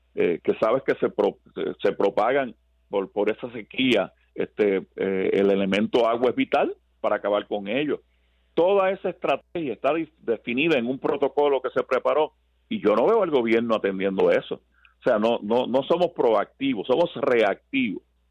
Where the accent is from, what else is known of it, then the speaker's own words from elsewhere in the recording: Puerto Rico; me duele profundamente como puertorriqueño, como servidor público de toda la vida